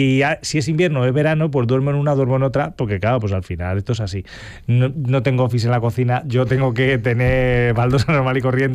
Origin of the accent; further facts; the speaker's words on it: Castilla-La Mancha, Spain; Yo, como buena madre manchega